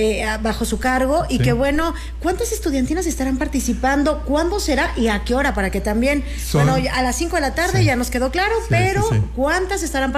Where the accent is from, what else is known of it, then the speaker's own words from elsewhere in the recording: Cuernavaca, Morelos, Mexico; Y eso que somos aquí de Cuernavaca